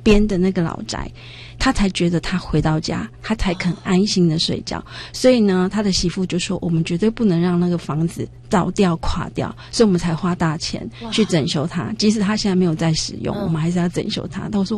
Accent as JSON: {"language": "Chinese", "town": "Hualien", "region": "Hualien County", "country": "Taiwan", "moved": "yes", "lives_now": "Xinzhuang, Taiwan", "said": "以前因为我是花莲人，所以以前呢，我别人问我说你是哪里人，我会告诉他我说我是花莲人"}